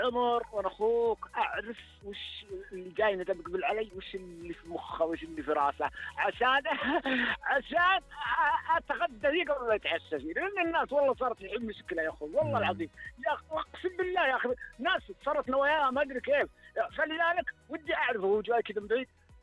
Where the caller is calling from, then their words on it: Dammam, Eastern Province, Saudi Arabia; من الدمام أنا.